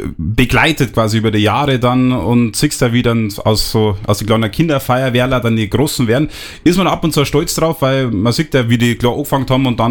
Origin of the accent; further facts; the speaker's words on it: Oberhausen, Bavaria, Germany; ich komme ja aus Oberhausen.